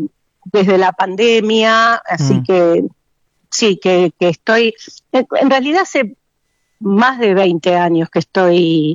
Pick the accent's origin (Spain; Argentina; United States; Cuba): Argentina; Buenos Aires; born there; Yo nací aquí en Buenos Aires